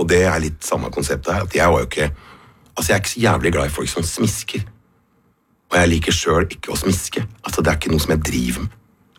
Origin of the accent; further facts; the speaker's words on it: Innlandet, Norway; born there; accent: Hedmarking; also born or lived in Finnmark; og så var det på Hedmarken, og der slo jeg om til Hedmarking